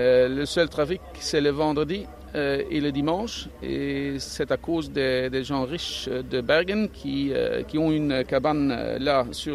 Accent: Belgium; moved away as an adult; now in Eidfjord, Norway; Je suis belge et je viens d'arriver ici en Norvège en 2013. Et j'habite à Eidfjord depuis 2015.

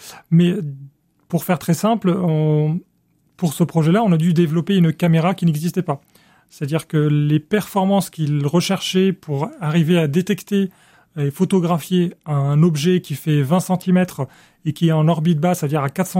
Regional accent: Cairo, Cairo Governorate, Egypt; now in Limoges, France; J'ai tellement été traumatisé par ça pendant toute mon enfance au Caire que je suis très content d'être à Limoges.

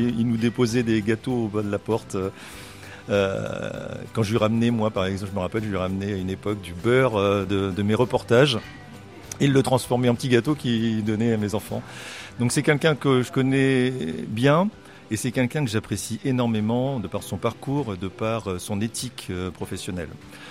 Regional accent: Rennes, Brittany, France; Oui, tout à fait, c'est ma ville natale. Moi, je suis né à Rennes. Je suis né à Rennes de parents de côté.

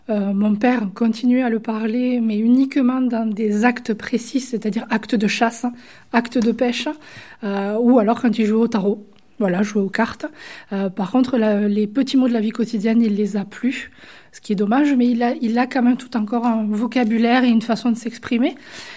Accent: Occitanie, France; Donc j'ai eu la chance de grandir entourée d'occitans dans une petite enclave, comme j'aime à le dire, un peu comme Obélix. Je suis tombée dedans toute petite et je suis originaire de l'arrière-pays, entre Bédarieux

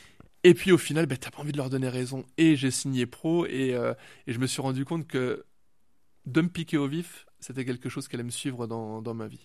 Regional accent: Grand Est, France; now in Morbihan, France; moi, je suis originaire des Ardennes. Ça fait seulement 3 ans et demi que je suis dans le Morbihan.

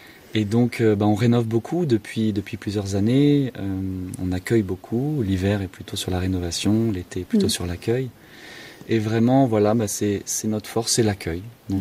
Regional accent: Paris, Île-de-France, France; parce qu'à la base je viens de Paris.

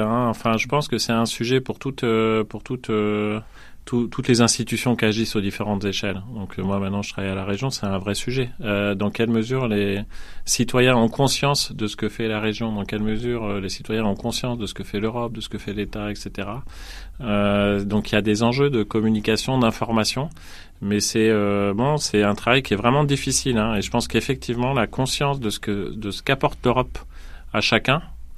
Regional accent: Poitiers, Nouvelle-Aquitaine, France; born there; J'appartiens au territoire où je suis né, à Poitiers, à peut-être à la région, au département, et puis au pays, et à l'Europe et au monde.

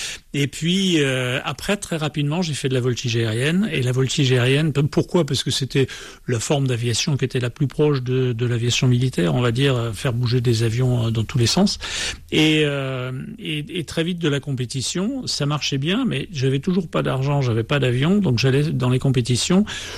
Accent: Dijon, Bourgogne-Franche-Comté, France; also born or lived in Cambrai; je suis né à Cambrai, mais mon père était militaire, donc j'y suis resté très très peu. Et la destination suivante, c'était Dijon, à la fin des années 50.

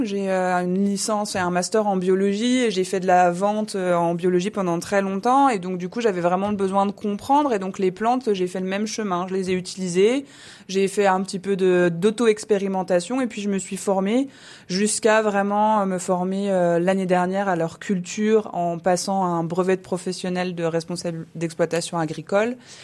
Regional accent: Grand Est, France; born there; Alors moi, je suis née dans les Vosges, dans la montagne vosgienne, et j'ai beaucoup bougé depuis.

